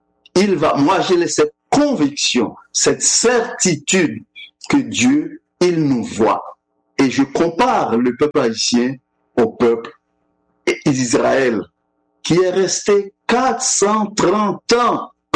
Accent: Haiti; Le peuple haïtien aujourd'hui, moi je suis haïtien, le peuple haïtien aujourd'hui qui vit cette situation

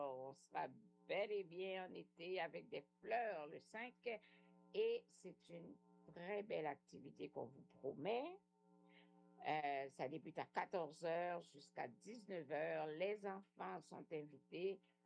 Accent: Port-au-Prince, Ouest, Haiti; Mais c'est ce qu'on faisait chez nous à Port-au-Prince quand mon père arrivait de Miragouane.

